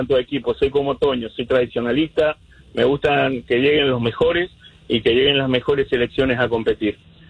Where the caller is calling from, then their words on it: New York, United States; Te hablo acá de Nueva York.